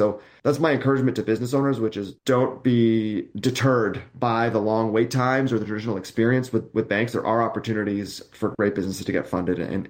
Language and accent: English; Canada; as a Canadian